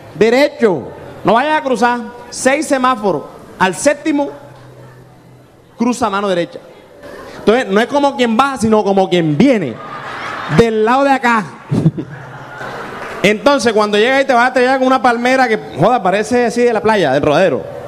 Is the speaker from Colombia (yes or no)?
yes; Barranquilla, Atlántico, Colombia; Pero eso somos nosotros los barranquilleros. Los costeños.